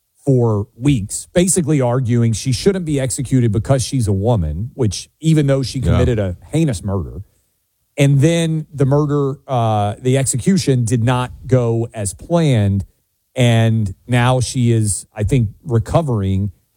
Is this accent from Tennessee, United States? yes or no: yes; Tennessee, United States; We talked some yesterday about the failure of my home state of Tennessee to execute a woman on death row correctly.